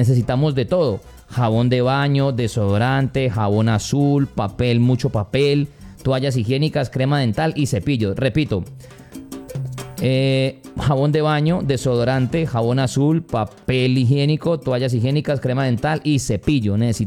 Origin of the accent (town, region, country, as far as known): Colombia